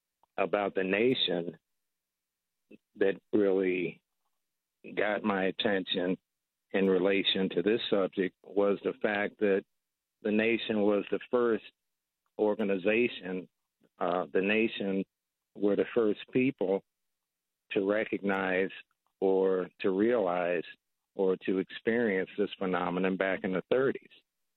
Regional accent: Washington, District of Columbia, United States; I grew up in the Washington, D.C. area

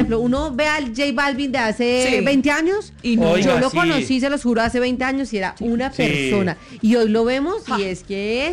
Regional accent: Colombia

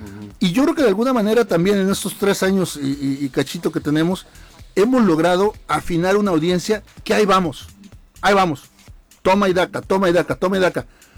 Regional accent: Mexico; y si el viejo nos dividió como mexicanos.

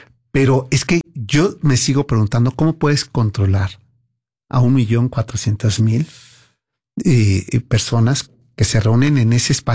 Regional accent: Mexico; Y así somos los mexicanos

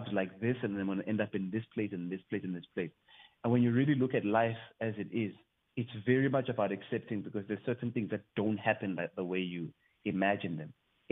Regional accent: Greytown, KwaZulu-Natal, South Africa; moved away as an adult; also born or lived in Pietermaritzburg, KwaZulu-Natal; now in Cape Town, South Africa; now based in Cape Town, but I was born in Pietermaritzburg, KwaZulu-Natal, and then I was adopted at Greytown. So I grew up in Greytown with a lot of siblings.

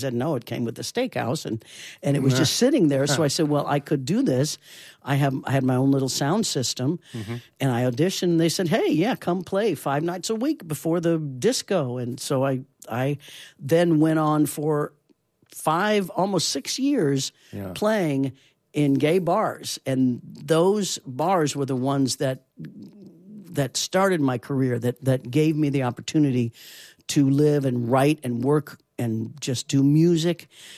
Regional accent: Kansas, United States; moved away; also born or lived in Boston / Los Angeles; I grew up in Kansas and it was all kinds of music in Kansas.

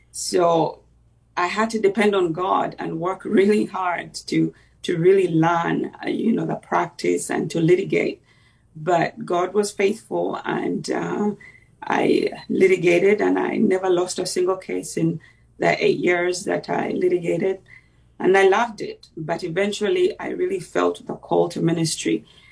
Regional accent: Uganda; moved away as an adult; also born or lived in England; now in Alabama, United States; I went to law school back in my home country in Uganda. And when I got married, I moved to England. And eventually, as you pointed out, I moved to the U.S. and moved to Alabama.

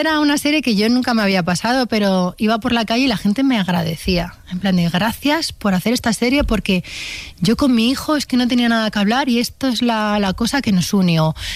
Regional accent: Spain; Somos españoles todos y lo que nos importa es la familia.

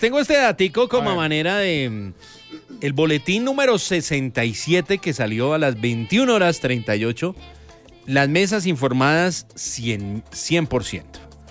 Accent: Colombia

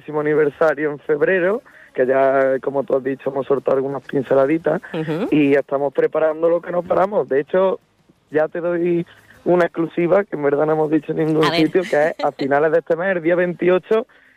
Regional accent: El Carpio, Andalusia, Spain; nosotros somos de la España rural, como dicen algunos, ¿no? Nosotros somos del Carpio, un pueblecito pequeño de 4.000 habitantes y no nos podemos mover de aquí.

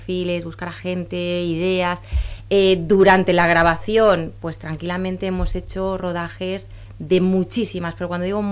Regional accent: Mallorca, Balearic Islands, Spain; yo soy mallorquina

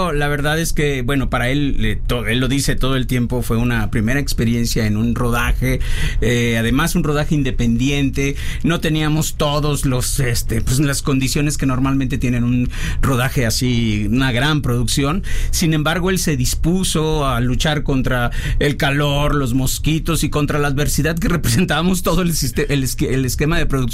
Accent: Colima, Mexico; Yo soy de Colima, a tus órdenes.

